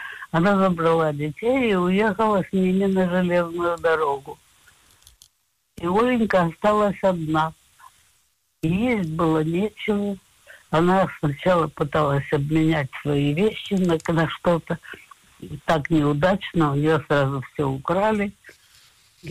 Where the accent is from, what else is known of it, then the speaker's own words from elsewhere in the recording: Kharkiv, Kharkiv Oblast, Ukraine; moved away; я родилась в Харькове и прожила там всю свою молодость, не считая эвакуации. Я там училась, я вышла замуж там. Я очень хорошо знала Харьков, особенно центр, где я жила.